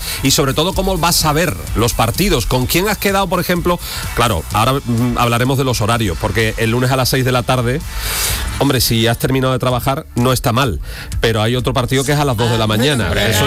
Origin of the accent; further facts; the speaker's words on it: Spain; Nadie te dice facha, ni te dice nada parecido. Es que yo soy español.